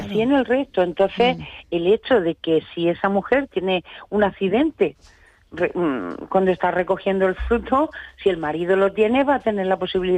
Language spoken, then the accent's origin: Spanish; Andalusia, Spain; moved away as an adult; now in Almería province, Spain; yo ya tengo una edad, ya peino canas y yo soy de pueblo. Yo llevo 35 años viviendo en la provincia de Almería, pero yo soy de un pueblo de Jaén.